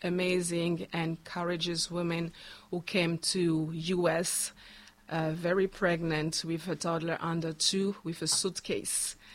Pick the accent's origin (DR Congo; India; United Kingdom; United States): DR Congo; first language Chiluba; English is a second language; moved away; Akula means talk or speak in Chiluba, which is my mother tongue. My country of origin is the Democratic Republic of the Congo. So I came, as you mentioned, in 2015.